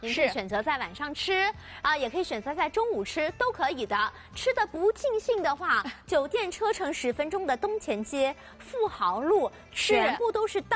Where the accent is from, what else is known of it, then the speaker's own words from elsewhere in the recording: Shanghai, China; 我们上海人